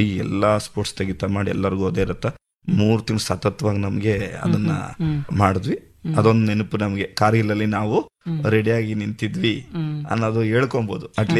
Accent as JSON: {"language": "Kannada", "region": "Karnataka", "country": "India", "said": "ಮೊಟ್ಟ ಮೊದಲಿಗ ಕನ್ನಡಿಗ ಅಂತ ಹೇಳ್ಬೋದು."}